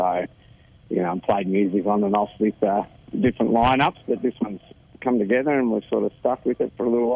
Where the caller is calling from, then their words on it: Victoria, Australia; I'm calling in from just outside of Bryce in northeast Victoria.